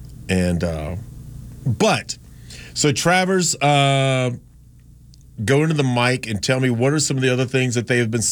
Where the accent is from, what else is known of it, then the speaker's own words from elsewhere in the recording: Gastonia, North Carolina, United States; Me talking about going to Captain Steve's and growing up in Gastonia and fish camps and Twin Tops and Limeburgers and River Rat and Graham's and all these other places.